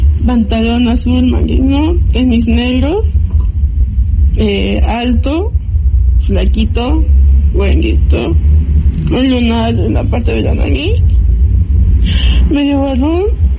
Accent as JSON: {"language": "Spanish", "town": "Tlahuelpan", "region": "Hidalgo", "country": "Mexico", "said": "Yo soy de Hidalgo, de Tlahuelpan, Hidalgo."}